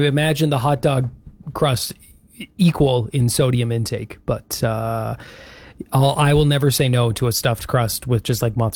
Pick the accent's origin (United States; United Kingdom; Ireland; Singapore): Ireland; Cabbage? I'm Irish. I love cabbage, but I don't think I'd put cabbage on pizza.